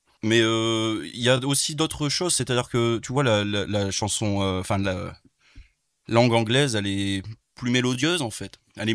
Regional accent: France; nous, ce qu'on écoute de la musique country quand on est français

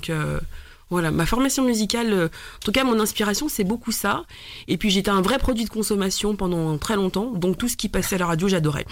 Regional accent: Paris, Île-de-France, France; born there; Alors je suis née à Paris.

